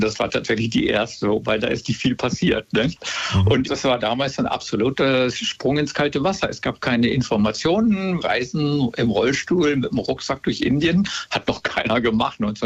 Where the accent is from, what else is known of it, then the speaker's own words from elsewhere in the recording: Germany; Ich mache nicht nur so verrückte Asienreisen, sondern ich gucke mir auch mein Heimatland ganz intensiv